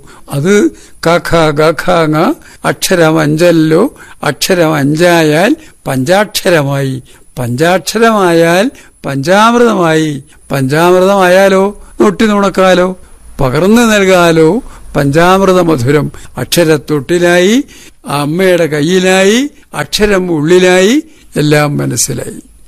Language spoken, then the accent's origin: Malayalam; Kerala, India